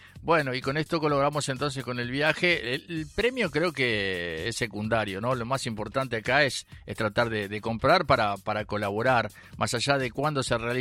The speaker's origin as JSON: {"language": "Spanish", "country": "Uruguay"}